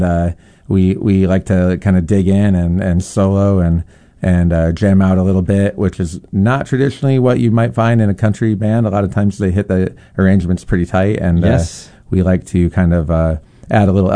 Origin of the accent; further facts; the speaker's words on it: Midwest, United States; I guess I grew up in the Midwest and it's always been part of who I am as a musician.